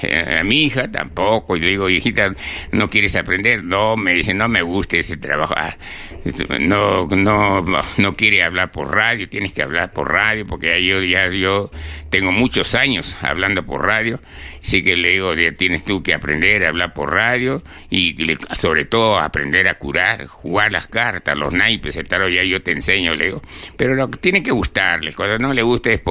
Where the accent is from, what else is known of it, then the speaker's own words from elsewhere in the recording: Chiclayo, Lambayeque, Peru; moved away; mi abuelo … allá en Chiclayo, en mi tierra